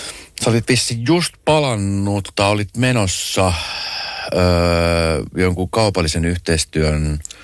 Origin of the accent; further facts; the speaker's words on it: Espoo, Uusimaa, Finland; mäkin olen Espoosta